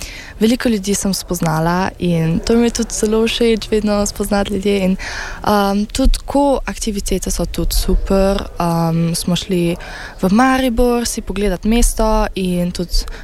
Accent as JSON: {"language": "Slovenian", "region": "Berlin", "country": "Germany", "second_language": "Slovenian", "said": "Jaz sem iz Berlina, iz Nemčije."}